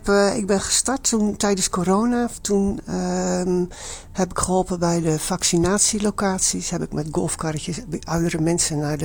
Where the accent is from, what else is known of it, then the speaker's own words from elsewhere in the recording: South Holland, Netherlands; born there; Ik ben geboren op Goeree Overflakkee en mijn ouders hebben de watersnoodramp daar meegemaakt.